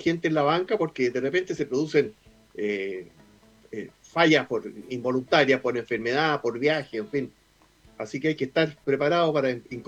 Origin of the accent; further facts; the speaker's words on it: Valparaíso, Chile; born there; Yo nací en Valparaíso y viví algunos periodos de mi niñez en casa de mi abuelo